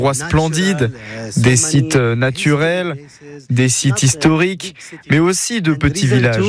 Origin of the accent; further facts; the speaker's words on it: Syria; ma région d'origine en Syrie ressemble à ça.